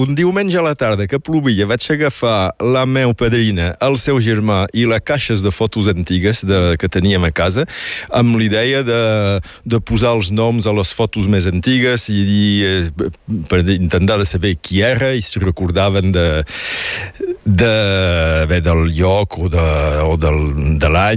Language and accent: Catalan; Catalonia, Spain; i bé, som catalans.